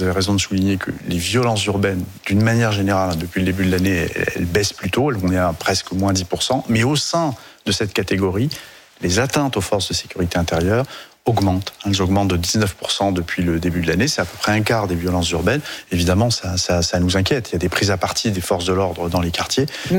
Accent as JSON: {"language": "French", "region": "Centre-Val de Loire", "country": "France", "tie": "born or raised there", "said": "un polygone militaire que je connais bien, puisque je suis originaire du département du Cher. Je connais bien cette zone."}